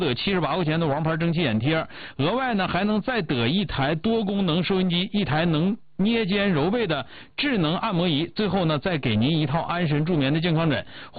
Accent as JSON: {"language": "Chinese", "region": "Northeast China", "country": "China", "said": "咱们东北人"}